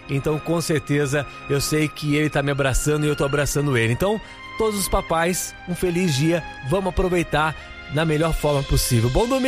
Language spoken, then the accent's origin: Portuguese; Araras, São Paulo, Brazil; moved away; ela mora na minha cidade, né, no interior de São Paulo, né? Eu sou de Araras